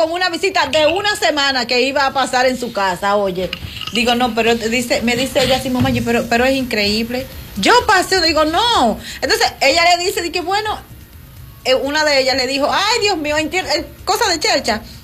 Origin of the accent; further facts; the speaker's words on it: Dominican Republic; soy dominicana